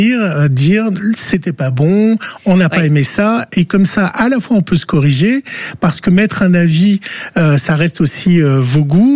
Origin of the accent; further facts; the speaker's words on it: Paris, Île-de-France, France; je suis de Paris.